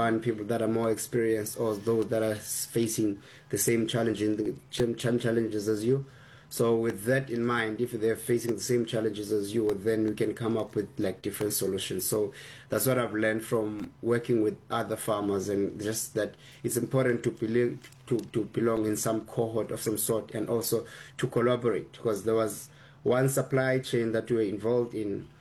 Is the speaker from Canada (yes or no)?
no; Eastern Cape, South Africa; growing up in Eastern Cape, being involved in somewhat of an agriculture.